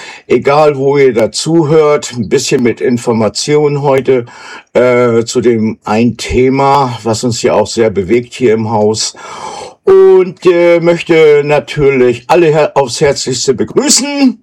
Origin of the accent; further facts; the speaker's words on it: Mölln, Schleswig-Holstein, Germany; Und natürlich auch den Dirk aus Mölln, meine alte Heimat.